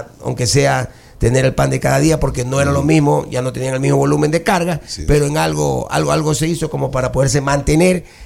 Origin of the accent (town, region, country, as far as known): Ecuador